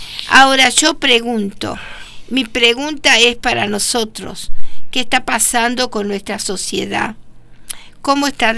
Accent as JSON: {"language": "Spanish", "country": "Argentina", "said": "Nosotros los argentinos"}